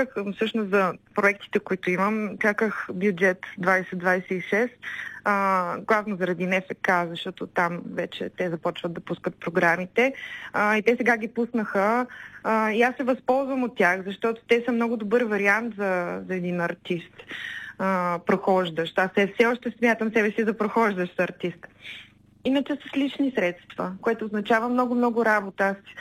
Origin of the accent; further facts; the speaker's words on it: Sofia, Sofia City, Bulgaria; Имам далечни корени в Бургас. По принцип съм от София, но имам една прекрасна леля, която има къща там